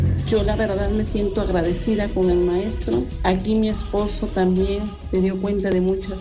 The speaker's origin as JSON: {"language": "Spanish", "town": "Huatusco", "region": "Veracruz", "country": "Mexico", "said": "vengo de Huatusco del Café, que tengo 42 años."}